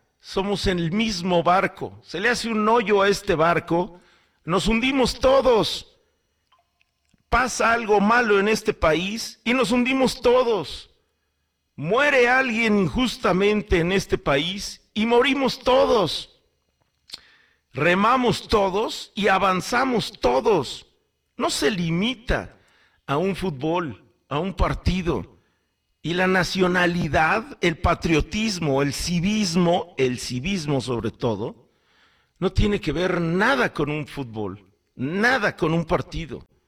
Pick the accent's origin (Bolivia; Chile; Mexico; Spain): Mexico; born there; soy mexicano y me encanta más mi país. Es el en el que nací, es en el que nacieron mis ancestros